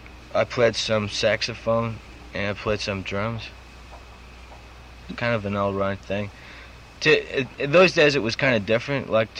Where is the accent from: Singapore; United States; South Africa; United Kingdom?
United Kingdom; Belfast, Northern Ireland; It's a very musical town. I come from Belfast. There's a lot of musicians, you know.